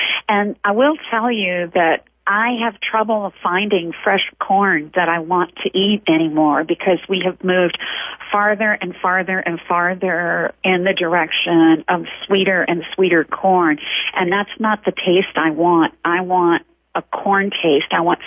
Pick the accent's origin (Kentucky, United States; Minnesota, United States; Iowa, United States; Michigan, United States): Kentucky, United States; Corbin; born or raised there